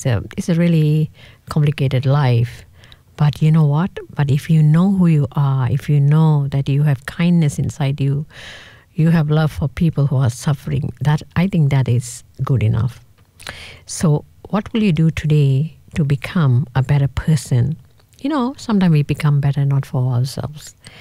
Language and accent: English; Malaysia; You know, because I'm from Malaysia, right?